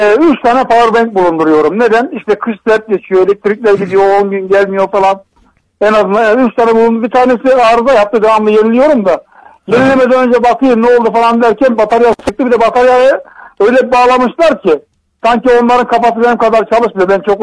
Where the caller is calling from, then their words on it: Mengen, Bolu, Turkey; Bu Mengen'den arıyorum sizi, Aşılar Diyarı'ndan.